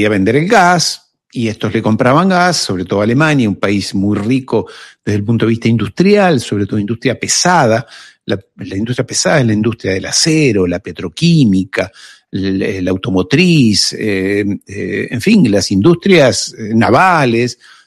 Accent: Uruguay; Yo soy uruguayo

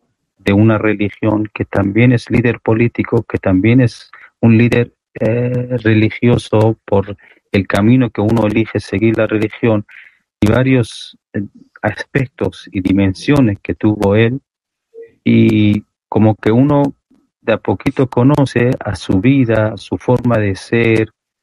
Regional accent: Iran; decimos que somos de Irán

